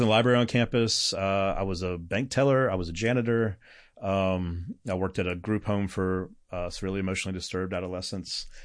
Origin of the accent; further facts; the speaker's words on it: the South, United States; even though it's the South, I'm from the South, I'm going to see this as a missionary.